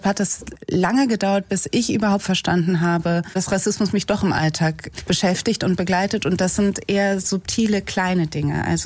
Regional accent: Cologne, North Rhine-Westphalia, Germany

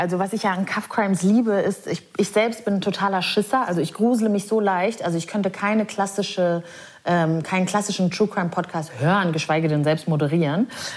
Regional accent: Neukirchen-Vluyn, North Rhine-Westphalia, Germany; moved away; Also Neukirchen-Flüen, da wo ich aufgewachsen bin, ist wirklich sehr klein, sehr provinziell.

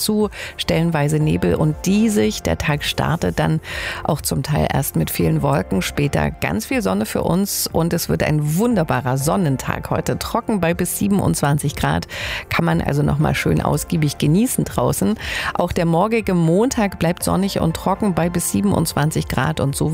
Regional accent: Ilmenau, Thuringia, Germany; Die ist tatsächlich auch in Ilmenau zu sehen. Dankeschön, Tom, für das Bild. Ganz liebe Grüße in meine alte Heimat.

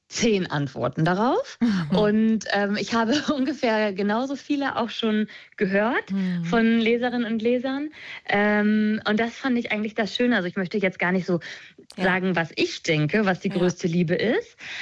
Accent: Lusatia, Germany; Also ich komme ja aus der Lausitz

